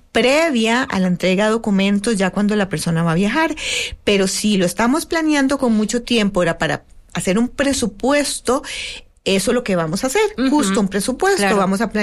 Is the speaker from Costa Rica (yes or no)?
yes; Costa Rica; A Europa, como ticos, como costarricenses, no ocupamos